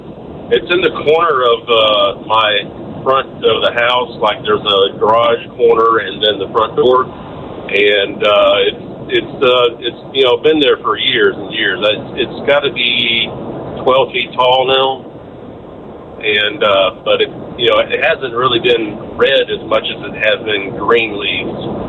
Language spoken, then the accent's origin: English; Gwinnett County, Georgia, United States; No. I'm from Gwinnett County, so I didn't get any traffic.